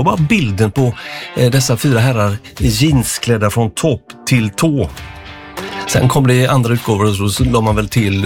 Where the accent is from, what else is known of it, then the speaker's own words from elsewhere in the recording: Kungälv, Västra Götaland County, Sweden; Inspelad i Kungälv, min hemstad.